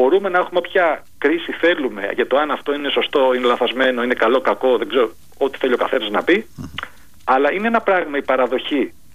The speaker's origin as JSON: {"language": "Greek", "country": "Greece", "said": "για εμάς τους Έλληνες"}